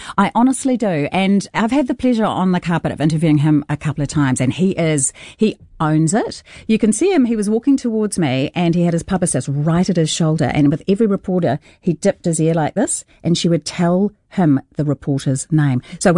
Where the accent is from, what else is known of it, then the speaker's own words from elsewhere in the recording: New Zealand; So, of course, I had to yell out like a loser that I was from New Zealand.